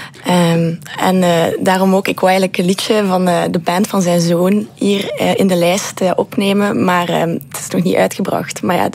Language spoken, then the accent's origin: Dutch; Ghent, Flanders, Belgium; En ik kom van Gent, zoals je kan horen. Dus ik ben er mee opgegroeid.